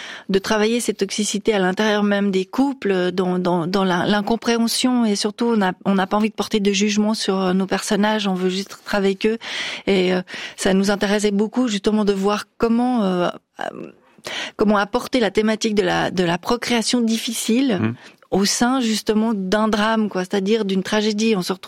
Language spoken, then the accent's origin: French; Lausanne, Vaud, Switzerland; Je pense que c'est parce qu'on est de Lausanne, on vit à Lausanne, on a le lac et cette beauté incroyable